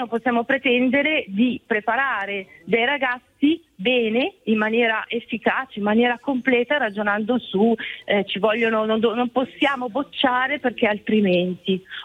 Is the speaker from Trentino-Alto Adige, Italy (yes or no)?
no; Lecco, Lombardy, Italy; Sono di Lecco.